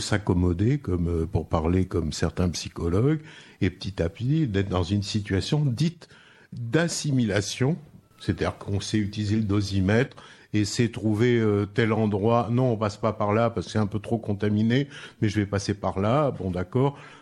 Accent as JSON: {"language": "French", "country": "France", "tie": "born there", "said": "je suis né en France"}